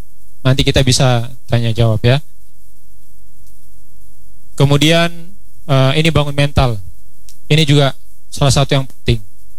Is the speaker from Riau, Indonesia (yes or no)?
yes; Riau, Indonesia; Saya dari Riau, kemudian saya ikut tes pusat di Bandung.